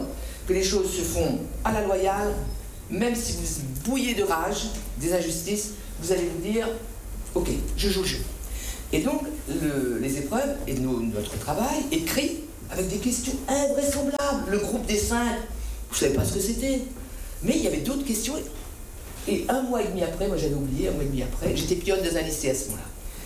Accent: Réunion; Alors chez nous, à La Réunion, c'était la télé de l'État, et l'État c'est le préfet

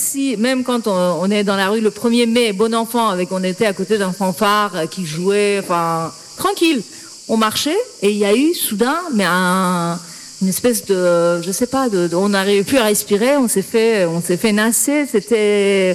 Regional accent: Iran; Par ailleurs, venant du pays dont je viens, d'Iran, mon rapport à la police ou à l'autorité, je me méfie d'office.

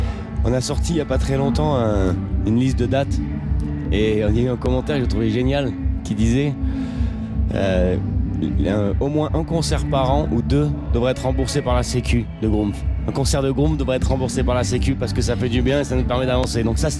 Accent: France; Pour être plus compris chez nous, on va dire aussi. Enfin, chez nous en France, on va dire.

